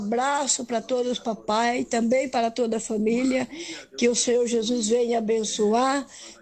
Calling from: Caetano Mendes, Paraná, Brazil; sou aqui de Caetano Mendes, Vila Rural

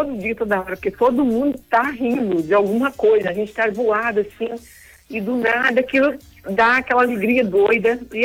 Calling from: Brazil; Sou brasileira.

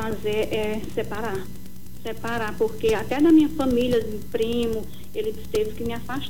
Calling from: Ceará, Brazil; Uma cidade do Ceará.

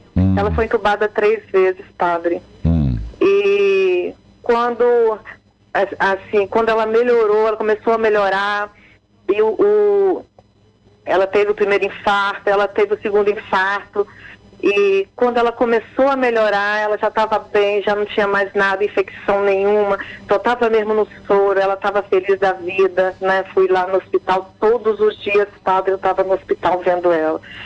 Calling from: Guarapari, Espírito Santo, Brazil; Eu falo de Guarapari, no Espírito Santo

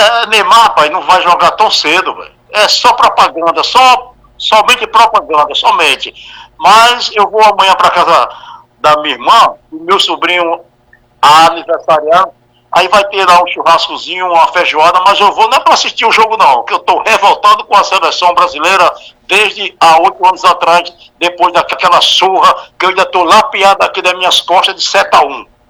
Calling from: Brazil; sou brasileiro

